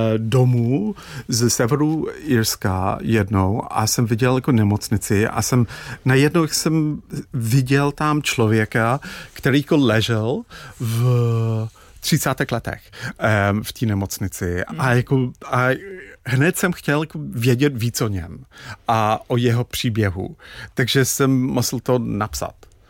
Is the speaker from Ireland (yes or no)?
yes; Dublin, Leinster, Ireland; Czech is a second language; Ale pro mě, jako, když jsem vyrůstal v Dublinu, polovina fyzického světa bylo moře.